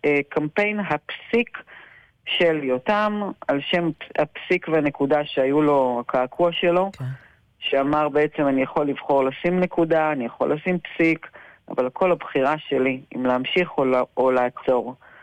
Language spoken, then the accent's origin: Hebrew; Southern District, Israel; אנחנו תושבי עוטף עזה, כן.